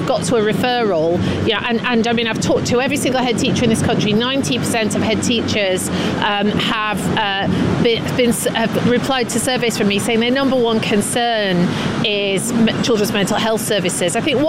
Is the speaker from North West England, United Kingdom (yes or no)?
no; Scunthorpe, Yorkshire and the Humber, United Kingdom; I come from Scunthorpe. I want to see investment there. It was a great steel town